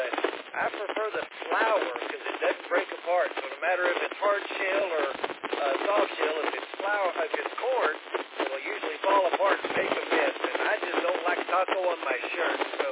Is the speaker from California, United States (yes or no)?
no; Texas, United States; also born or lived in Mexico; now in Kirbyville, United States; having grown up in Texas